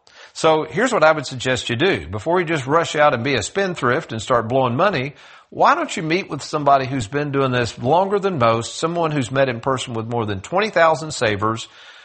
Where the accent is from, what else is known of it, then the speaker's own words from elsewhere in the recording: Lexington, Kentucky, United States; moved away; the same little house I grew up in Lexington, Kentucky